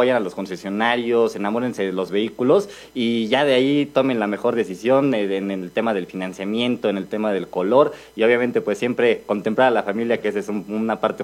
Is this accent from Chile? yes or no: no; Mexico